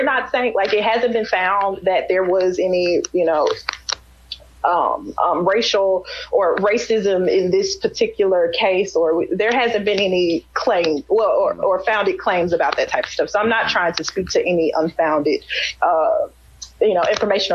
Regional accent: Mississippi, United States; I'm from Mississippi.

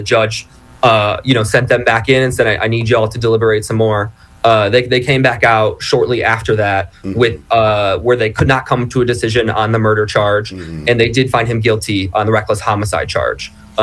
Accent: Ohio, United States; I was not based here in Ohio, but I'm you know, I grew up in Ohio.

